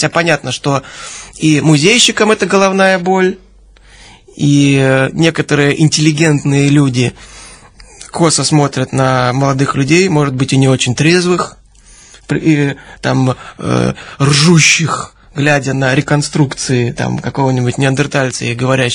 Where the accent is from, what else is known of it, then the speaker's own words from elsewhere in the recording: Saint Petersburg, Russia; я сам петербуржец